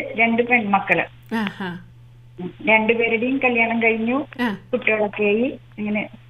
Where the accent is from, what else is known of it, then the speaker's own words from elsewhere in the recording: Shoranur, Kerala, India; moved away as an adult; also born or lived in Thiruvilwamala; now in Coimbatore, India; കല്യാണം കഴിച്ചു കൊണ്ടുവന്നത് തിരുവില്ലാമല. എന്റെ നാട് ഷൊർണൂരാണ്.